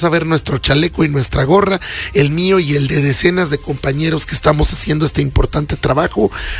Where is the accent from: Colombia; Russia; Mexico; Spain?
Mexico; y eso es lo que nos hace tan especiales como mexicanos.